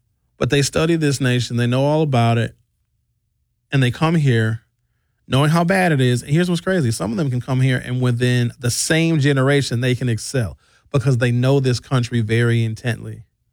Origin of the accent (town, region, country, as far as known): United States